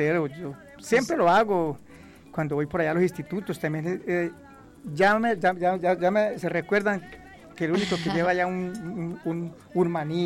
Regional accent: San Martín, Meta, Colombia; Yo soy sanmartinero, cajuchito allí.

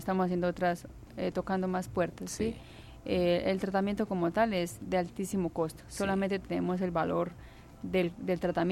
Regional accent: Saravena, Arauca, Colombia; now in Villavicencio, Colombia

